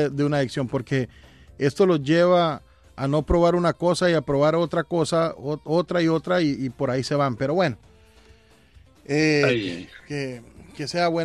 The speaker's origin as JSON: {"language": "Spanish", "country": "Guatemala", "moved": "yes", "said": "Yo me alejé, yo me vine de Guatemala, se quedó allá"}